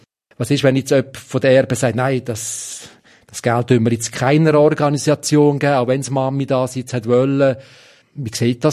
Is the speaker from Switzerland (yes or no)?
yes; Switzerland; wir als Schweizer, unsere Gesellschaft